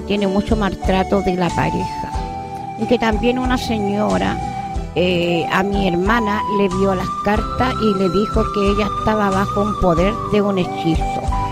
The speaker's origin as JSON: {"language": "Spanish", "country": "Chile", "said": "entonces nosotros como buenos chilenos los ponemos las pilas"}